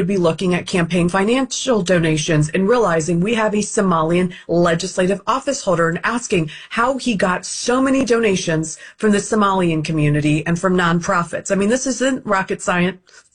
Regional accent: India; born there; Look, I was born in India, and you bargain on the street there.

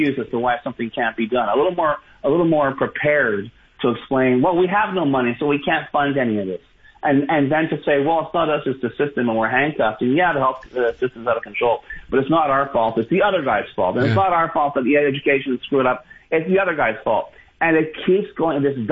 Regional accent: Montreal, Quebec, Canada; There was a time I really was proud to say I was from Montreal.

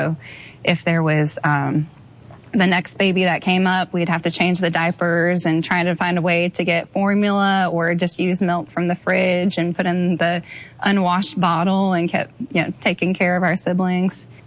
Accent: Brea, California, United States; I grew up in Orange County. So Brea's, I think I was born in La Palma.

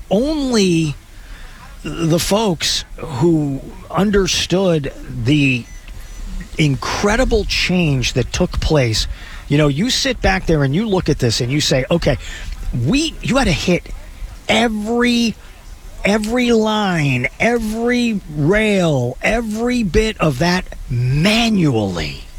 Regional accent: Texas, United States; So when I grew up in West Texas, one of the things that we had was, we had the different places that you could get to.

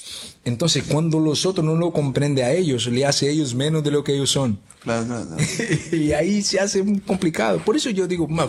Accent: Seville, Andalusia, Spain; moved away; also born or lived in Barcelona; Yo pensaba cuando yo vine de Sevilla que yo iba a hacer más cosas en Barcelona y yo hacía menos cosas en Barcelona.

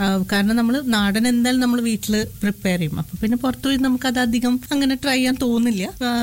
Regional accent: Wadakkanchery, Kerala, India; now in United Arab Emirates; നാട്ടിലെ തൃശ്ശൂർ വടക്കാഞ്ചേരി.

